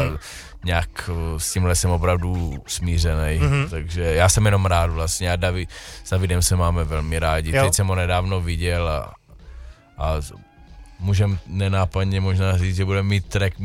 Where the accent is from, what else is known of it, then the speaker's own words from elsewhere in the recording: Canada; moved away; jak jsem vyrůstal v Kanadě